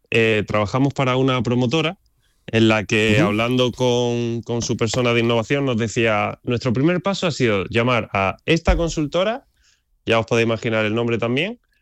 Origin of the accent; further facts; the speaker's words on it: Andalusia, Spain; Yo soy un poco apasionado de la geopolítica a nivel español y, por supuesto, me siento andaluz.